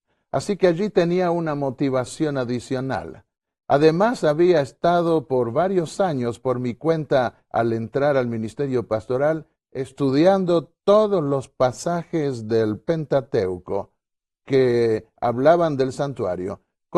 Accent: Argentina; born there; Nací en Argentina, pero trabajé en Uruguay, mi madre era uruguaya y pude sacar también mi ciudadanía uruguaya.

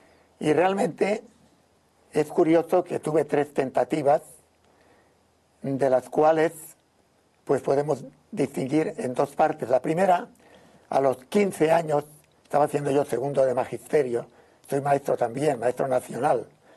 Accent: Algemesí, Valencian Community, Spain; born there; now in Valencia, Spain; Nací en 1945. Tengo ahora 74 años. En un pueblo al sur de Valencia capital, a unos 30 kilómetros, llamado Algemesí

